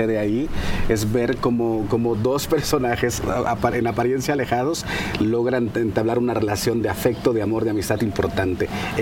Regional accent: Mexico; lo que somos como mexicanos

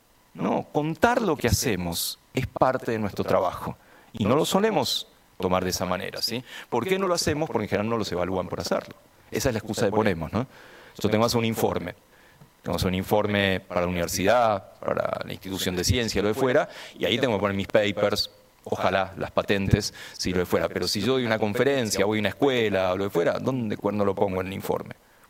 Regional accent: Argentina; instituciones muy importantes en mi país

